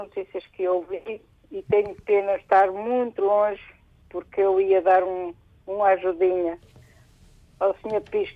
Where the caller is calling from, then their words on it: Norte, Portugal; mas olha, eu sou do Norte.